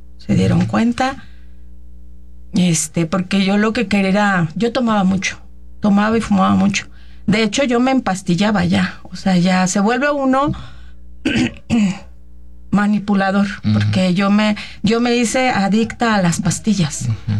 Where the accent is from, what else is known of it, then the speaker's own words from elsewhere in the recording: Morelos, Mexico; moved away as an adult; Bueno, yo soy de Morelos, nacida en Morelos y allá es donde yo nací, donde yo me crié.